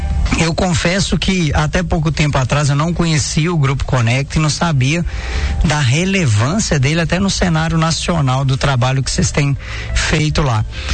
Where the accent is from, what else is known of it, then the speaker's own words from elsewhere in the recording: Timóteo, Minas Gerais, Brazil; Eu que sou nascido e criado em Timóteo